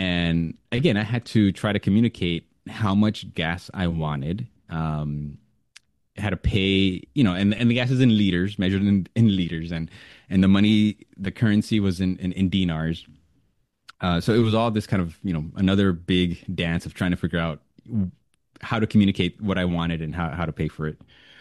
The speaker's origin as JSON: {"language": "English", "country": "United States", "said": "\"Oh, I'm from the United States,\" they wouldn't believe me. They'd say, No. Originally, where are you from?\" And I would have to say, like, \"Oh, well, my family's from Mexico.\""}